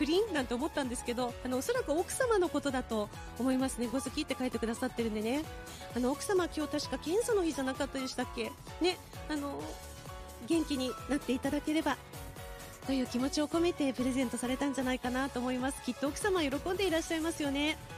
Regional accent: Kushiro, Hokkaido, Japan; born there; 私釧路で生まれてますけど

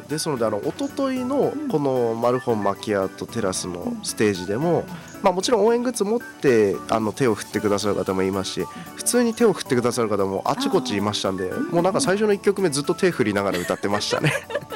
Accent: Higashimatsushima, Miyagi, Japan; now in Tokyo, Japan; 地元宮城大好きですんで

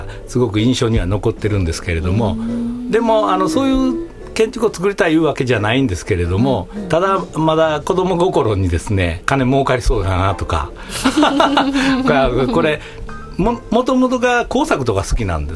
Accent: Osaka, Japan; born there; 僕大阪で生まれてるんですけれども、はい、両親が淡路島の海辺の出身なんですね。

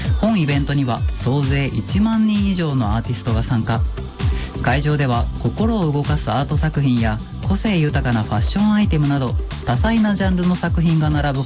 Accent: Tokyo, Japan; also born or lived in Kyoto, Japan; 東京生まれ東京育ちからしたらそうか、

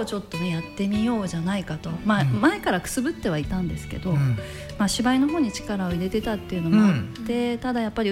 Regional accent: Chiba, Japan; born there; あの千葉生まれなんですけど湘南に乗り込んだっていうところですね

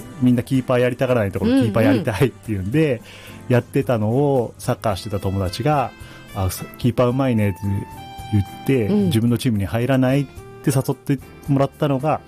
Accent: Maebashi, Gunma, Japan; 前橋出身なんですけど

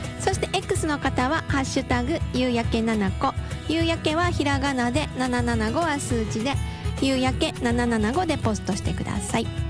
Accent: Osaka, Japan; 大阪人だから

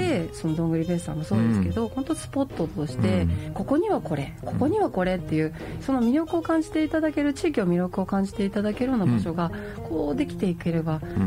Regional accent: Toyooka, Hyogo, Japan; 自分があの小さい頃この豊岡で育てていただいた

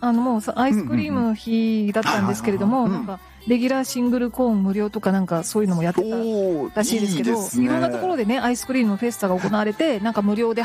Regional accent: Kagawa, Japan; 実は私、あの地元の香川県にいる頃にですね、31で、バイトしてたことがあるんですけど

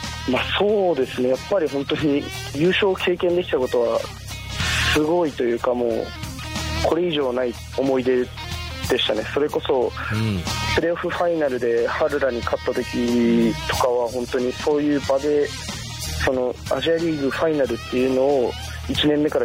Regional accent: Kushiro, Hokkaido, Japan; born there; moved away; 釧路で生まれたんですけど

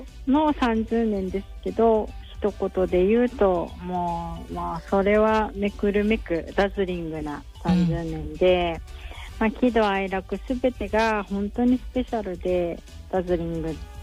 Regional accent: Kushiro, Hokkaido, Japan; 釧路で生まれ育って

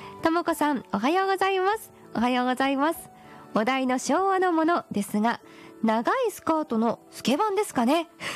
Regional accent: Saitama, Japan; 私自身がずっと埼玉県が、出身、そして生まれも育ちもずっとここなので、なんだろう、田舎に帰るとか実家に帰るという感覚があまりないんですよ。

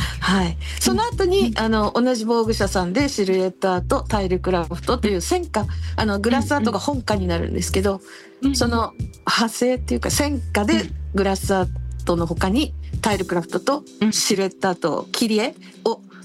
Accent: Kanagawa, Japan; moved away as an adult; 出身は神奈川なんですけれども、

